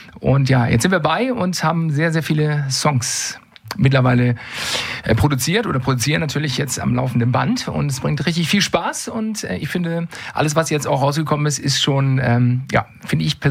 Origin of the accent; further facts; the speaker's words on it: Breiholz, Schleswig-Holstein, Germany; Ich bin ein echtes Nordlicht hier. Ich komme aus Breiholz.